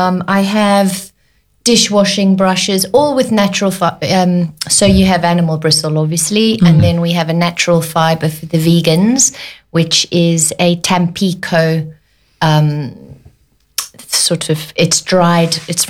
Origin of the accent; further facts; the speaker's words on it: Johannesburg, Gauteng, South Africa; born there; I was born in South Africa.